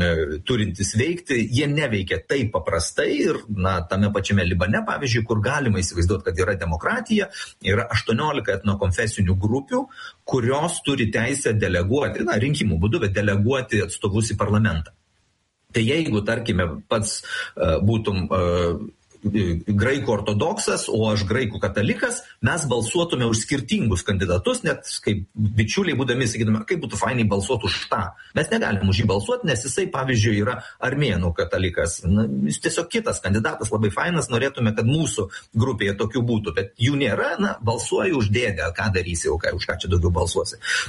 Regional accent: Pakruojis, Šiauliai County, Lithuania; Ar iš kur aš kilęs, aš iš Pakruojo, ar Dirvinių ir Gailiušių

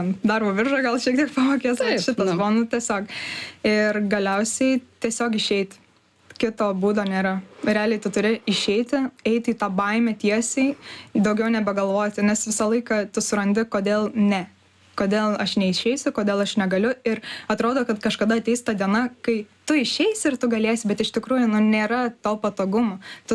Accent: Kaunas, Kaunas County, Lithuania; now in Vilnius, Lithuania; tai aš iš Kauno tiesiog norėjau bėgti į savo svajonių miestą

